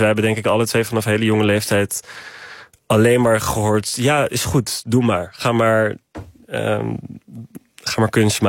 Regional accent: Haarlem, North Holland, Netherlands; Wij komen uit Haarlem. Shout-out naar Haarlem. Love Haarlem, maar...

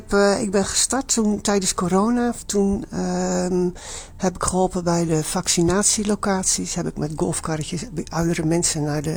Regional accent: Goeree-Overflakkee, South Holland, Netherlands; born there; Ik ben geboren op Goeree Overflakke en mijn ouders hebben de watersnoodramp daar meegemaakt.

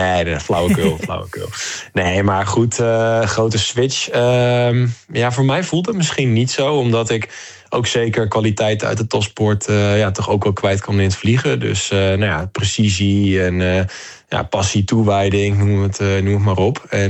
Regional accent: Deventer, Overijssel, Netherlands; En ik kom uit Deventer.

